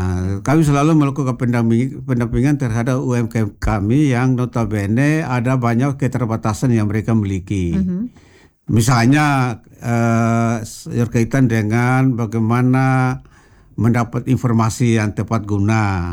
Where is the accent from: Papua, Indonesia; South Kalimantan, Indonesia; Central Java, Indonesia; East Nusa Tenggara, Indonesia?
East Nusa Tenggara, Indonesia; Kupang; Hanya kita orang Kupang ini